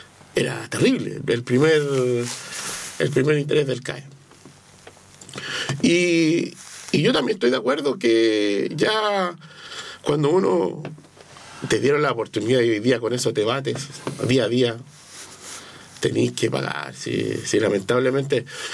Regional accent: Chile; uno lamentablemente como chileno deja todo ahí nomás

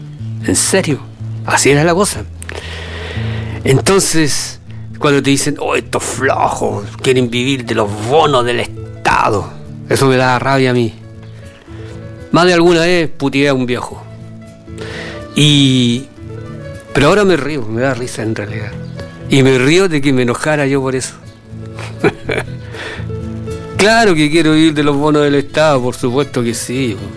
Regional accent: Chile; Porque yo soy chileno de la población. Mis padres fueron pobres.

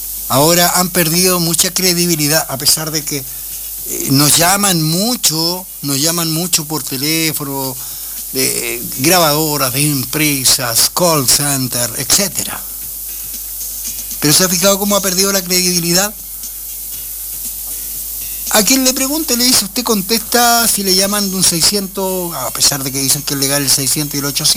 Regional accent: Chile; Como los peruanos dicen el pe, nosotros decimos po.

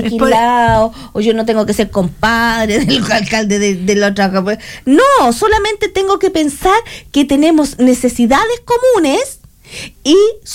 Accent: Cardenal Caro Province, O'Higgins, Chile

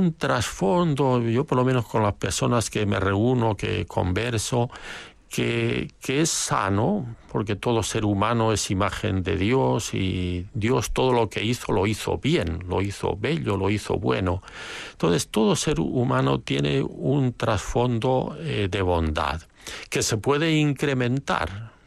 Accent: Spain; now in Chile; soy español chileno, tengo doble nacionalidad.

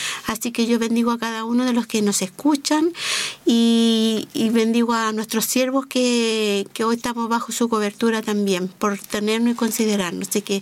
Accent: Santiago, Santiago Metropolitan, Chile; now in Linares, Chile; venimos de Santiago. Y la verdad es que vinimos porque Dios nos trajo hasta este lugar.

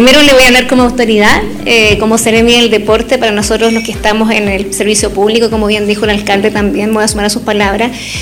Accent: Ligüeymo, O'Higgins, Chile; voy a hablar como periodista y como palmillana padre. Yo vivo en el sector de Ligüeymo, ahí tengo, nací y criada en Ligüeymo.

